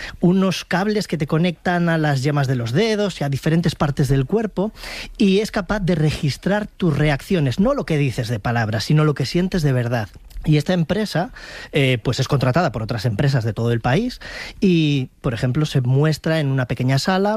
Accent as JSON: {"language": "Spanish", "region": "Castile and León", "country": "Spain", "lives_now": "Valladolid, Spain", "said": "Y la verdad es que todo esto yo lo desmiento totalmente porque soy del Bierzo y a mí me han acogido perfectamente en Valladolid y son gente muy maja."}